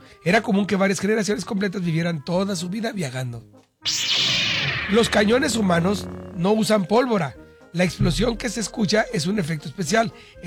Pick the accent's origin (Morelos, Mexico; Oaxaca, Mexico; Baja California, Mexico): Baja California, Mexico; Tijuana; El primer circo que recuerdo haber visto fue aquí en Tijuana, obviamente, porque yo soy tijuanense, pero era un circo que llegaba a mi colonia.